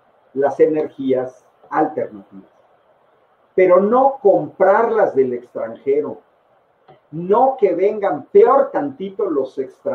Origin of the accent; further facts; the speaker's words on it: Mexico; era el centro de México, pero nosotros pues somos los inventores del maíz.